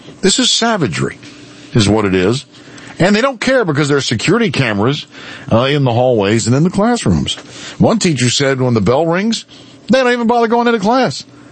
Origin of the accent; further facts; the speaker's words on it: Bowie, Maryland, United States; Prince George's County, which is where I grew up in Bowie, and went to school in Hyattsville, down at the Math Lab.